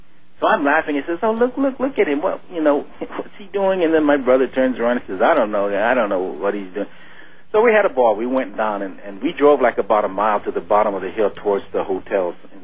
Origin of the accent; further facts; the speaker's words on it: Hawaii, United States; now in Las Vegas, United States; I'm originally from Hawaii